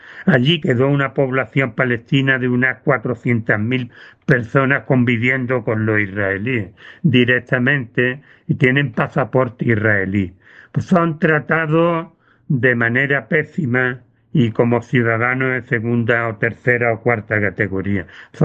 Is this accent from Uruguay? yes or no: no; Spain; hablo de España, el grupo español